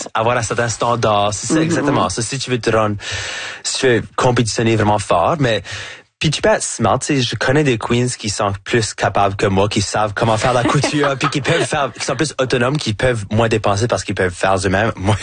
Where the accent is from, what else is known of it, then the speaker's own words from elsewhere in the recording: Acadia, Canada; Aussitôt que je dis je suis French Canadian, automatiquement on peut assumer que je suis québécois parce que les gens savent pas c'est quoi l'Acadie.